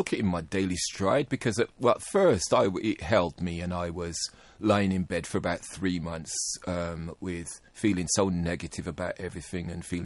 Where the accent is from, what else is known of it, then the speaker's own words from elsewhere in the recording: Birmingham, West Midlands, United Kingdom; I was born in Birmingham. Originally it's from Aston, and then I spent a lot of my years on the Bromford. I went to Hodgill School.